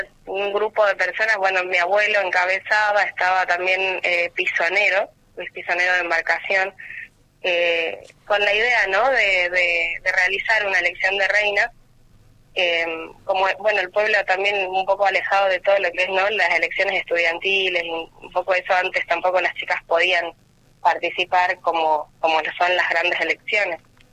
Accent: Dragones, Salta, Argentina; moved away; me encanta trabajar por mi pueblo. Yo no estuve muchos años aquí, y hace un par de años volví

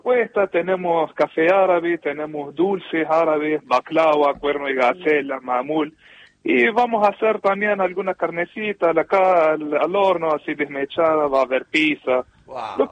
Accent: Córdoba, Argentina; accent: Cordobés; Spanish is a second language; Yo tengo un acento más cordobés que otra cosa.

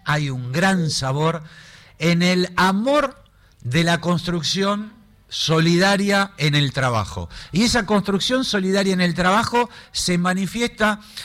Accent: Tucumán, Argentina; vos sabés que nosotros somos de Tucumán, ¿sí? Y mi abuelo tucumano

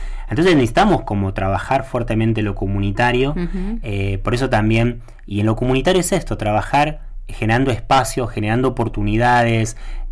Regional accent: Santa Cruz, Argentina; nosotros tenemos un aspecto que no es menor en Santa Cruz, como el resto de la Patagonia, que es la migración

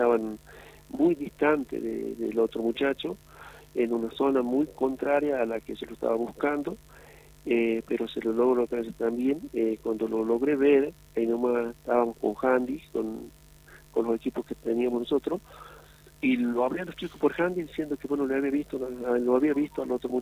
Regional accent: Antofagasta, Chile

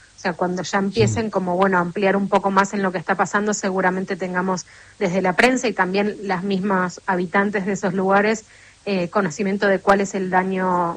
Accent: Argentina; Se notaba un poco de hostilidad, pero nada fuera de las cargadas futbolísticas a las que uno ya está acostumbrado, uno siendo argentino

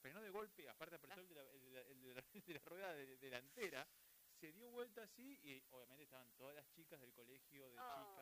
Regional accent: Patagonia, Argentina; moved away; allá en mi ciudad, en el sur, en la Patagonia.

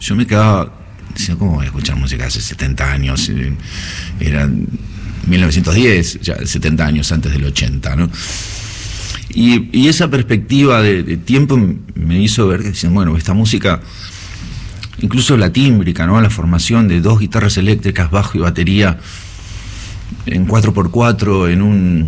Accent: Grand Bourg, Buenos Aires Province, Argentina; De Granbur. Y en Granbur había muchas colonias. Y una colonia importante era santiagueña.

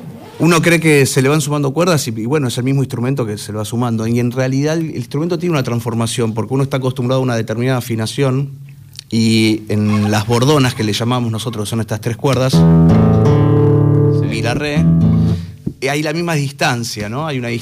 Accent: Buenos Aires, Argentina; soy porteño de ley

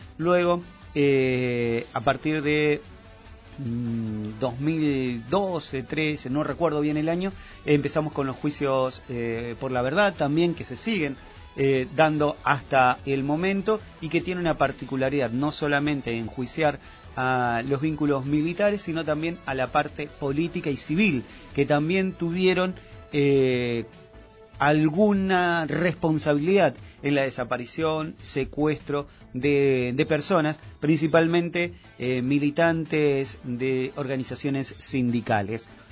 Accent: La Plata, Buenos Aires Province, Argentina; now in Patagonia, Argentina; yo soy de La Plata

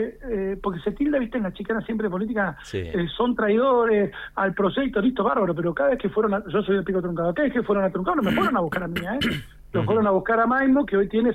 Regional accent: Santa Cruz, Argentina; Yo soy de Zona Norte y la anduve

